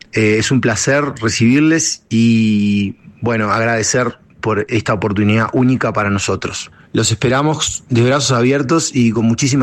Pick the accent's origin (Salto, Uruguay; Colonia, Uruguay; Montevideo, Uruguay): Montevideo, Uruguay; Somos de Montevideo, Uruguay, y estamos en plena gira musical por este hermosísimo país. Ahora nos encontramos en Bogotá